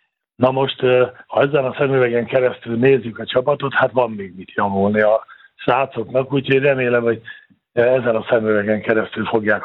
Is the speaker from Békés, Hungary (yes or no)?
yes; Békés, Hungary; born there; hát én vidéki vagyok, Kéregyháza mellett születtem